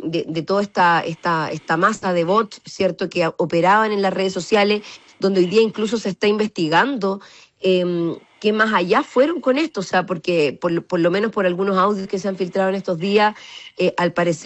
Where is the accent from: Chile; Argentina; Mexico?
Chile